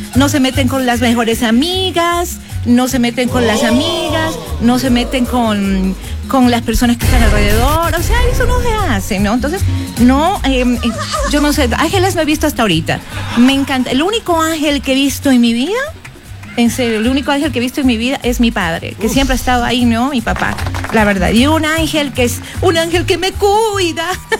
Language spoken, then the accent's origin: Spanish; Cotacachi, Imbabura, Ecuador; Che, boludo, que soy de acá de Cotacachi, no de Argentina.